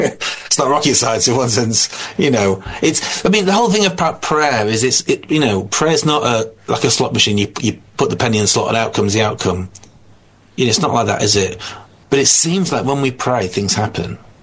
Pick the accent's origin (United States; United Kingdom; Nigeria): United Kingdom; Doncaster, Yorkshire and the Humber; also born or lived in York / Sheffield; now in Bolton, United Kingdom; I was brought up in Doncaster, I was just telling you just a bit earlier. So, yeah, most of my life in the north, but particularly the last 30 years or so. And the last couple of years, I've moved over to Greater Manchester and now living in Bolton